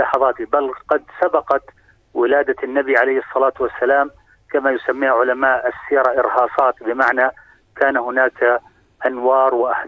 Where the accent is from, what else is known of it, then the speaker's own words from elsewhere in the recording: Jordan; نحن كأردنيين